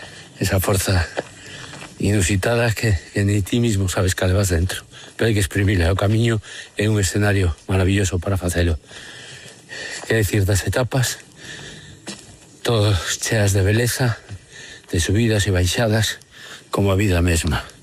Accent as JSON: {"language": "Galician", "region": "Galicia", "country": "Spain", "said": "Eu, como galego, teño que recoñecer que era como unha asignatura pendente, verdad?"}